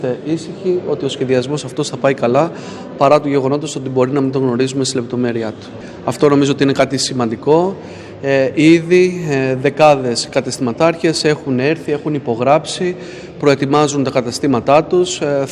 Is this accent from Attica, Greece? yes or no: no; Chania, Crete, Greece; έχουμε όλοι ως Χανιώτες, Κρητικοί και Έλληνες